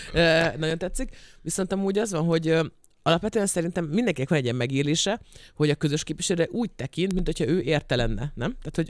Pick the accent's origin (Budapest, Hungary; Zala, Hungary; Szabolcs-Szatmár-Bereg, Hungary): Szabolcs-Szatmár-Bereg, Hungary; Nyíregyháza; Igen, de hát nem tudták, hogy mi nyíregyháziak vagyunk